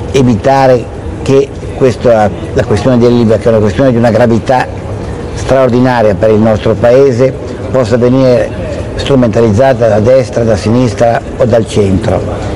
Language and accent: Italian; Novi Ligure, Piedmont, Italy; also born or lived in Genoa; Novi Ligure, la mia città natale